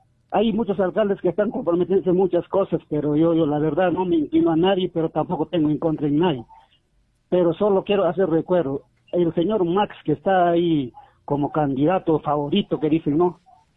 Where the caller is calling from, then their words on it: Juliaca, Puno, Peru; de Juliaca.